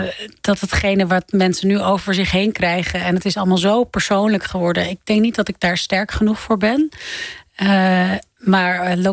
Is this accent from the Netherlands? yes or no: yes; Netherlands; dit is ook mijn land.